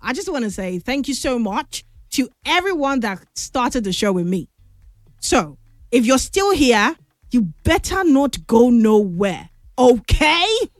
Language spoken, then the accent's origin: English; Nigeria; as a Nigerian